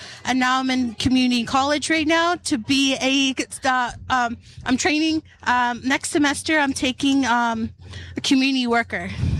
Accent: Pukatawagan, Manitoba, Canada; I'm from Pukkatawagan.

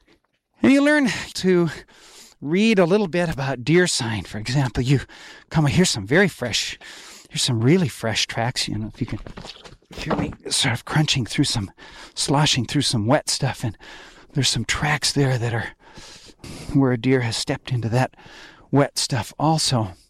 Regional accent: Wisconsin, United States; although I grew up in Wisconsin in hunting country.

